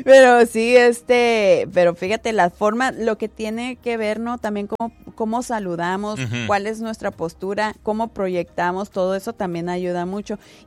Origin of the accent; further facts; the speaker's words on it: Mexico; now in San Diego, United States; nosotros como buenos mexicanos